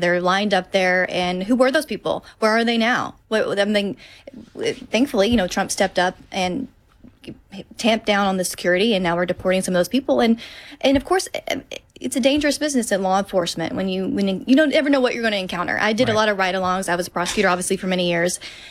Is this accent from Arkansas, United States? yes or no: yes; Arkansas, United States; I grew up in Arkansas, so we're not surrounded by water.